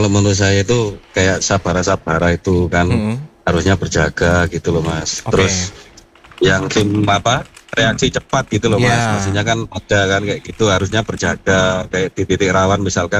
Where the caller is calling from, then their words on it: Arjosari, East Java, Indonesia; Ini kan saya dari Arjosari itu Mas. Hmm. Ya itu menuju ke arah Singosari.